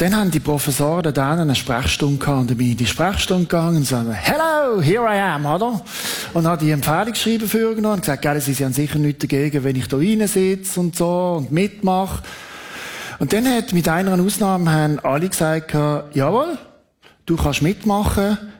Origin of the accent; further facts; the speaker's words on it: Switzerland; Und als Schweizer habe ich gefunden, ich bin mir das nicht gewohnt gewesen.